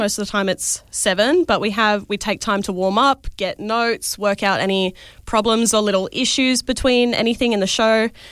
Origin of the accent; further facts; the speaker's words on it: Darwin, Northern Territory, Australia; born there; also born or lived in New South Wales; I'm originally from New South Wales, and then I moved here, and the dance scene wasn't really a big thing when I moved here. I was only seven